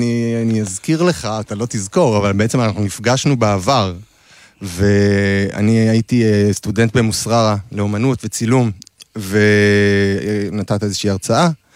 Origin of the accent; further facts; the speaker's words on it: Jerusalem, Jerusalem District, Israel; וגם כי אנחנו ירושלמים.